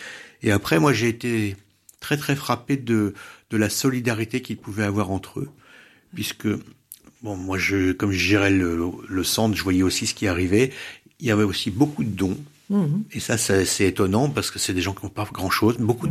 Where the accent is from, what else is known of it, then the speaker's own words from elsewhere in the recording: France; en tant que Français